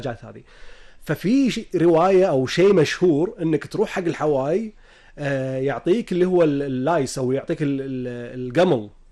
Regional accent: Kuwait; وعندنا وايد بالكويت

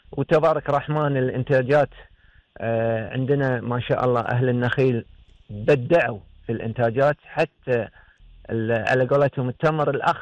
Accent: Kuwait; السوق المحلي عندنا في الكويت.

